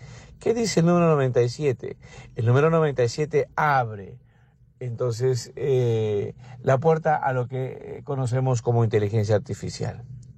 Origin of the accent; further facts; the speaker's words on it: Peru; Y precisamente le pedimos al Bautista el día de hoy en nuestra iglesia, nosotros como peruanos, que nos acerque a Jesús